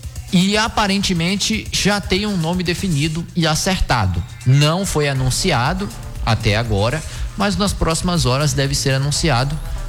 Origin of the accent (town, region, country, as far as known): Brazil